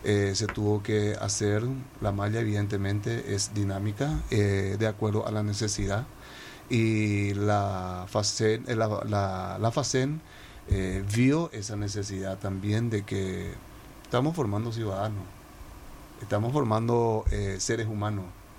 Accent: Paraguay; de nuestra cultura, de nuestra manera de pensar como paraguayo

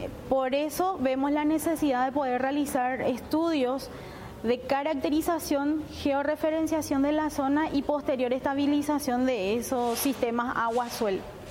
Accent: Presidente Hayes, Paraguay; vengo del departamento de Presidente Hayes

